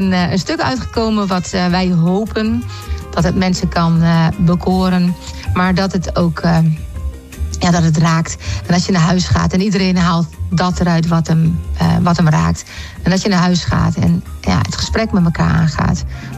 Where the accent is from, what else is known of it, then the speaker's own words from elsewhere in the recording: Westerhaar, Overijssel, Netherlands; born there; Ik ben zelf geboren in Westerhaar.